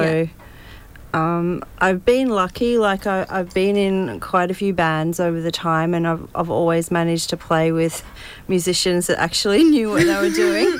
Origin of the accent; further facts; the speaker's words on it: Tasmania, Australia; Because I'm from Tasmania and I grew up in country Tasmania